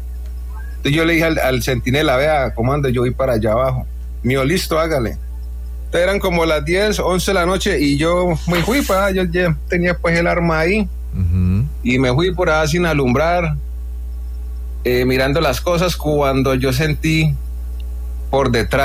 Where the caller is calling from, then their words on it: Cali, Valle del Cauca, Colombia; Yo estoy por acá en Cali, pero estoy por el kilómetro 30, en una finca, vivo por acá